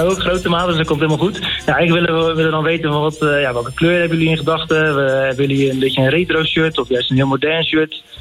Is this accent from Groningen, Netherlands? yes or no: no; Rotterdam, South Holland, Netherlands; born there; Ja, geboren in Rotterdam.